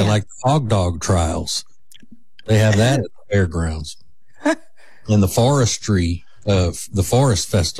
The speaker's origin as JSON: {"language": "English", "town": "Winnfield", "region": "Louisiana", "country": "United States", "tie": "born or raised there", "said": "in my hometown of Winfield, Louisiana"}